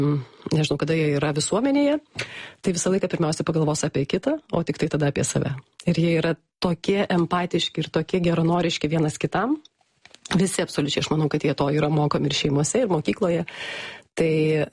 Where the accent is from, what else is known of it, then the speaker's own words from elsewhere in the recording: Druskininkai, Alytus County, Lithuania; now in Australia; aš esu iš Druskininkų.